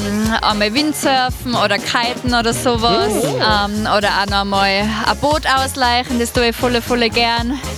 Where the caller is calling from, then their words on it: Münster, North Rhine-Westphalia, Germany; ich komme aus Münster.